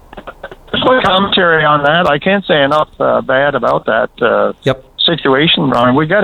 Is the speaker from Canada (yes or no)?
yes; North Harbour, Newfoundland and Labrador, Canada; my hometown of North Harbour